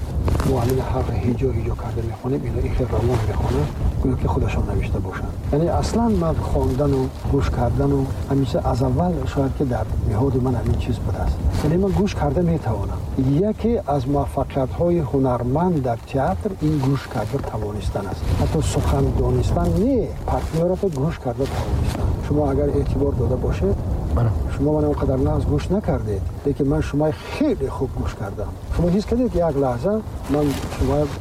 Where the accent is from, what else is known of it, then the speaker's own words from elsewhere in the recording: Kangurt, Khatlon, Tajikistan; moved away; бори дигар ба кангур хуш омадед ба деҳаи ман ба зодгоҳи ман